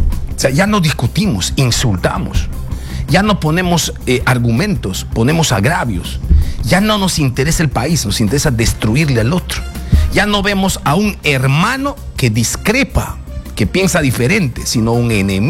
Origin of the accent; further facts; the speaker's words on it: Peru; somos peruanos.